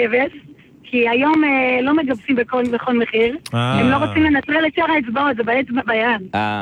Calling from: Harish, Haifa District, Israel; בת 51, מחריש.

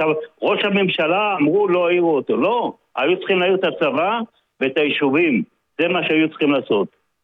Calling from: Tel Aviv, Tel Aviv District, Israel; אני מתל אביב.

